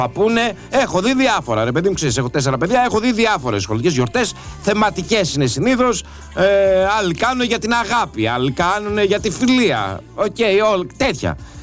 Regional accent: Athens, Attica, Greece; την παλιά μου την γειτονιά, εκεί που μεγάλωσα, τους αμπελόκηπους, στο κέντρο των Αθηνών

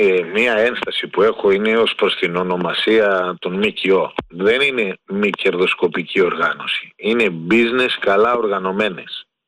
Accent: Greece; έχουμε μάθει σαν Έλληνες να μιλάμε για εκατομμύρια και για δισεκατομμύρια.

